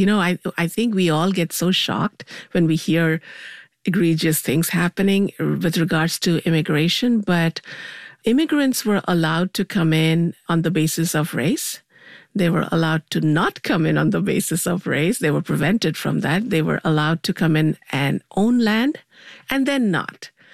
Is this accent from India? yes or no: yes; India; moved away as an adult; now in United States; So when I went to New York, I bought a Rand McNally map in those days. That was the thing you did as an Indian immigrant student.